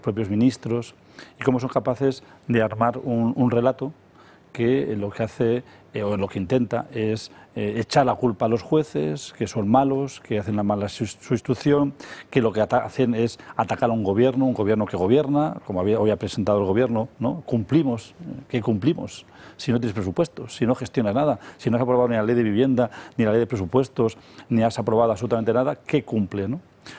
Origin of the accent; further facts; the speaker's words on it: Spain; como los españoles amamos nuestro país.